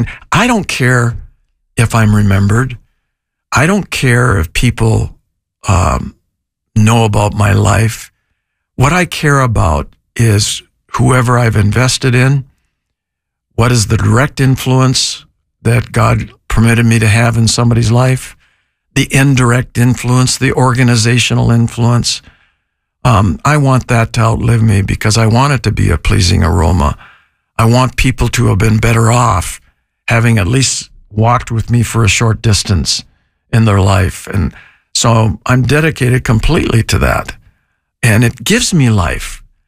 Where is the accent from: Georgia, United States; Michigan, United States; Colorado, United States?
Michigan, United States; Sault Ste. Marie; She grew up in Florida and I grew up in Sault Ste. Marie, Michigan. And we had 120 to 160 inches of snow.